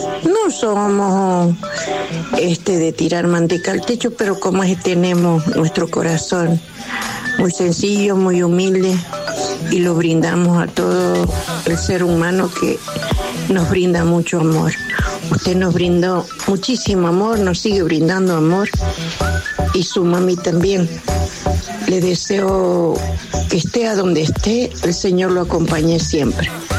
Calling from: Maipú, Mendoza, Argentina; de Gutiérrez Maipú.

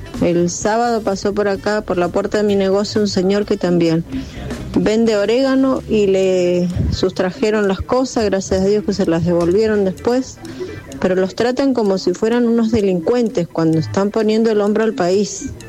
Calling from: Luján, Buenos Aires Province, Argentina; de Luján.

